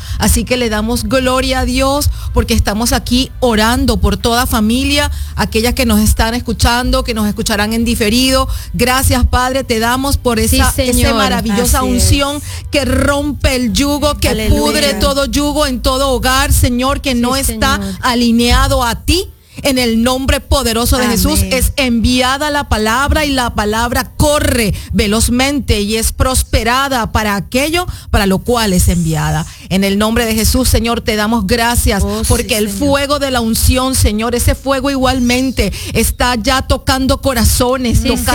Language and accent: Spanish; Venezuela; Bueno, soy venezolana.